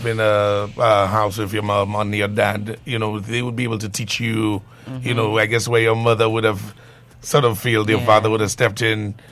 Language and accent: English; St. Lucia; growing up in St. Lucia